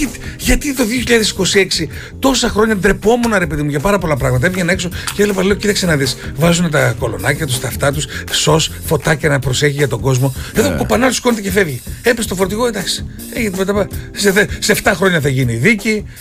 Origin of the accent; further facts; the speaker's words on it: Greece; Εμείς σαν Έλληνες